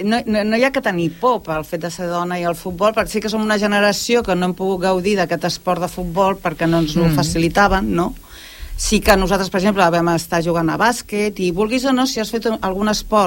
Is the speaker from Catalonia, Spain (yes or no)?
yes; L'Hospitalet de Llobregat, Catalonia, Spain; jo soc de, no soc d'aquest municipi, soc d'Hospitalet